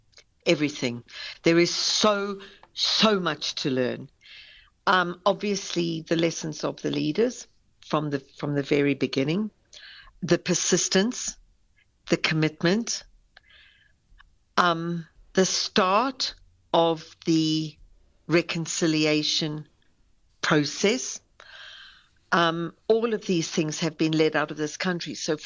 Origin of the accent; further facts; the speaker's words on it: South Africa; And obviously, I'm from South Africa originally myself, so it's an emotional thing for me to be bringing it home.